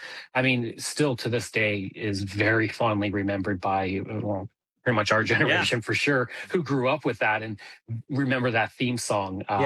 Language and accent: English; Calgary, Alberta, Canada; I ran into somebody who was born and raised in Calgary like I was and moved out there 20 years ago